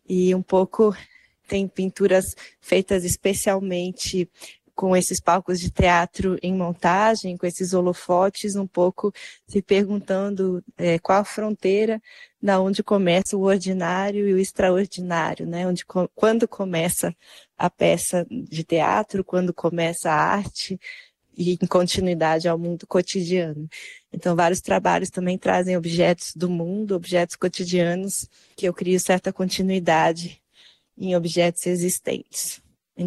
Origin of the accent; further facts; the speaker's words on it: São Paulo, Brazil; born there; moved away as an adult; now in Belo Horizonte, Brazil; sou artista visual, nasci em São Paulo, mas moro em Belo Horizonte desde 2015